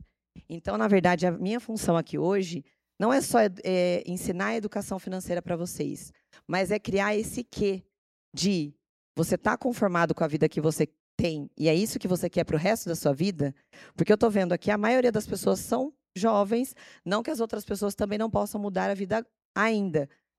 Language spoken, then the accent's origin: Portuguese; Paraíba, Brazil; Eu não sou ararense, gente. Eu nasci na Paraíba, até achei engraçado ele falar do exemplo que ele trouxe da escola legislativa lá da Paraíba, mas eu sou paraibana, tá?